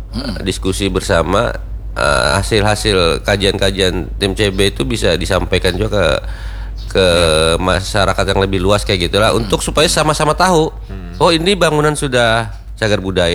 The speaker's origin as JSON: {"language": "Indonesian", "region": "South Kalimantan", "country": "Indonesia", "said": "kita orang Banjar seorang punya kada kepedulian terhadap identitas kita ini"}